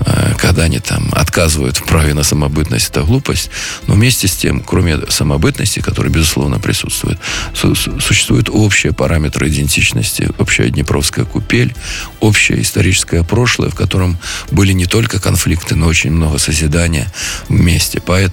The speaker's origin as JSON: {"language": "Russian", "country": "Belarus"}